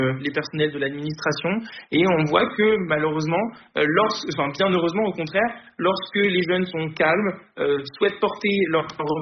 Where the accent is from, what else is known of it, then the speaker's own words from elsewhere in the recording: Le Mans, Pays de la Loire, France; la ville d'où je viens, la ville du Mans